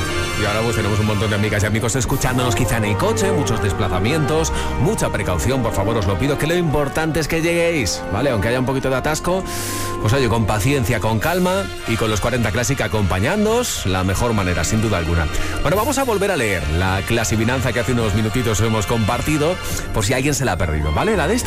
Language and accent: Spanish; Valencian Community, Spain; Felicidades a mis paisanas y paisanos.